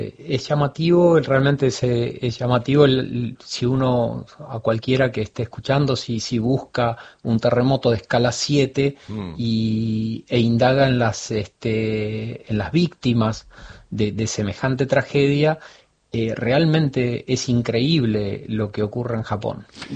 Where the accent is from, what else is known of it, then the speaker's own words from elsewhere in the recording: Buenos Aires, Argentina; moved away as an adult; also born or lived in United States / France; now in Fukuoka, Japan; desde los 6 años hasta la universidad estuve en Buenos Aires.